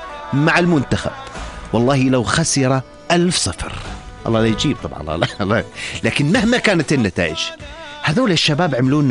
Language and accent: Arabic; Jordan; عموما الأردن لينا